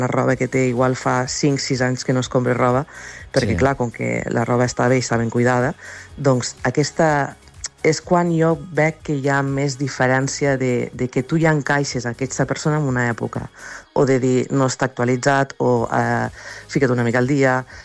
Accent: Mollerussa, Catalonia, Spain

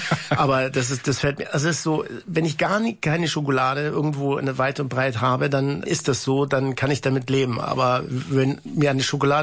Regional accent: Ticino, Switzerland; Also ich komme aus dem Tessin

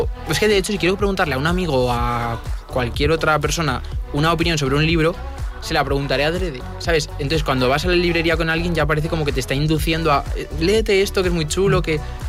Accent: Orihuela, Aragon, Spain; moved away; en mi pueblo, sobre todo, en Orihuela.

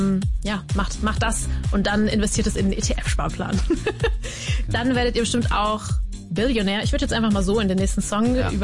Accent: Freiburg, Baden-Württemberg, Germany; ich komme aus Freiburg.

